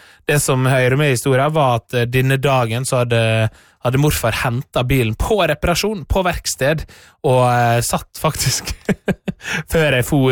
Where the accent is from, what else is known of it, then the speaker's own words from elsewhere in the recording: Møre og Romsdal, Norway; moved away; jeg var hjemme, og hjemme på Sunnmøre I min barndomsheim